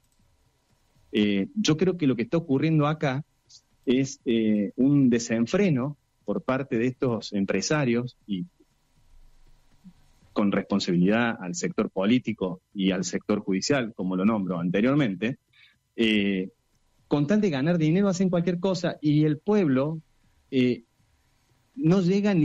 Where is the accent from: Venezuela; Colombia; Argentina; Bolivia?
Argentina; Villa Allende, Córdoba; yo soy de Villa Allende